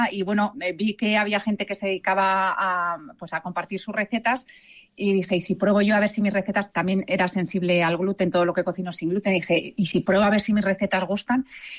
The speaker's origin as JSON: {"language": "Spanish", "region": "Castilla-La Mancha", "country": "Spain", "tie": "born or raised there", "said": "Pues mira, sí, yo es mi pueblo, me he criado ahí y al final creo que la mayor herencia que me han dejado mis padres es ser de pueblo"}